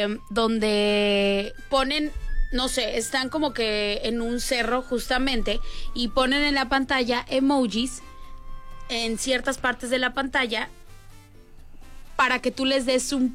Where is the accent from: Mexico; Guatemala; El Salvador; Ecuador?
Mexico; somos mexicanos